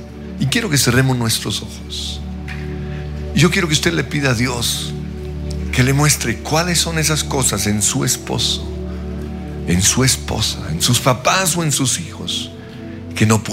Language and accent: Spanish; Australia; Ella es de Chiquinquirá, yo soy de Australia.